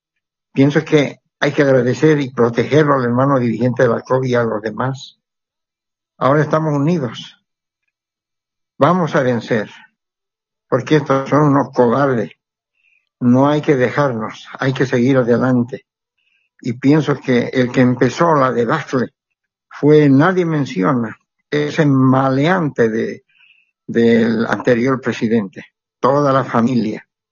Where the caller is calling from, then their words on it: Santa Cruz, Bolivia; Le hablo desde Santa Cruz de la Sierra, del barrio Villa Primero de Mayo, del departamento del Foco de la Derecha.